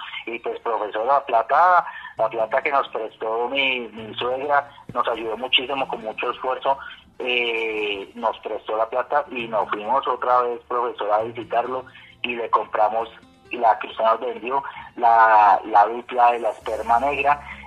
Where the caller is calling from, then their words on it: Sogamoso, Boyacá, Colombia; De aquí en Sogamoso, Boyacá.